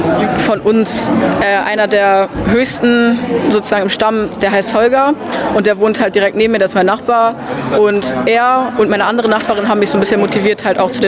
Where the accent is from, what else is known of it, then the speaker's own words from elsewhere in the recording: Norderstedt, Schleswig-Holstein, Germany; Also wir kommen aus Norderstedt, Hamburg.